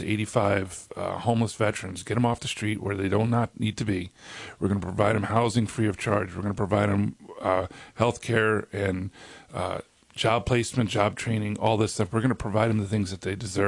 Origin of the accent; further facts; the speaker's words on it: New York, United States; When I was growing up in New York, my parents were immigrants to this country.